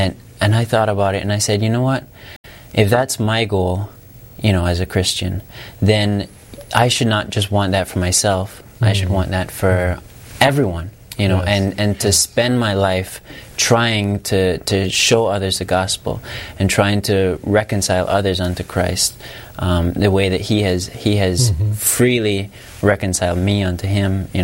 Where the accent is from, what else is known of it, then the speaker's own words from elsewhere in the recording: Cayman Islands; I'm from the Cayman Islands.